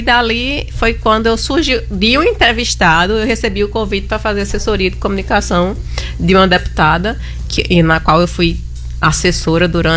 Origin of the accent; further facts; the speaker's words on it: Northeast Brazil, Brazil; nós nordestinos, graças a Deus, estamos nos assumindo.